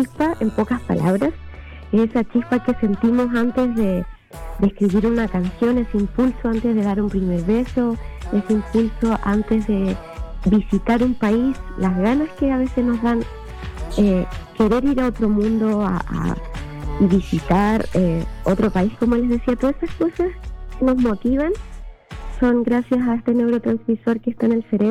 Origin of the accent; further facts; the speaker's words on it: Valdivia, Los Ríos, Chile; born there; Yo nací en Valdivia, exacto.